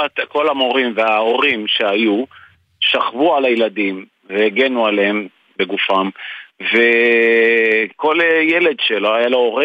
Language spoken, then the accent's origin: Hebrew; Kiryat Shmona, Northern District, Israel; אני נולדתי פה.